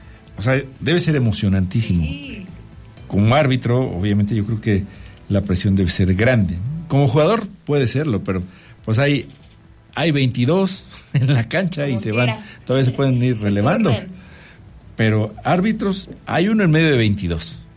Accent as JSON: {"language": "Spanish", "country": "Mexico"}